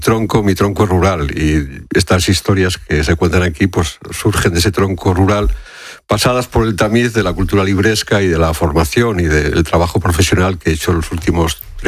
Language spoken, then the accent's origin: Spanish; Fermoselle, Castile and León, Spain; Eso es una casa de mi pueblo, de Fermosell.